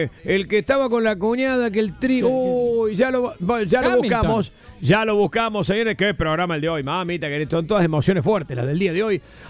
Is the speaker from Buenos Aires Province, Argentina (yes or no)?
no; Córdoba, Argentina; pero soy como cordobés, quiero que gane Belgrano.